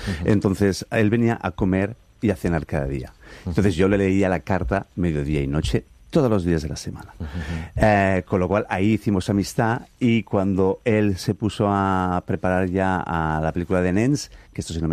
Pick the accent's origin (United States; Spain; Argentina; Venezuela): Spain; Valencian Community